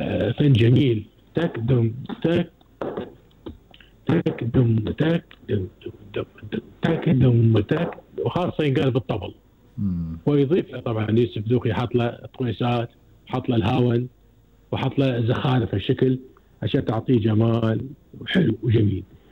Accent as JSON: {"language": "Arabic", "country": "Kuwait", "said": "طال عمرك عندنا في الكويت طبعا الصوت كذلك احنا مع مملكة البحرين ودولة قطر"}